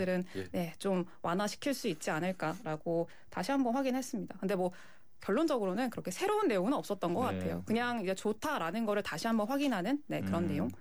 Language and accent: Korean; South Korea; 이게 약간 또 아무래도 한국 사람이다 보니까 심리가 네.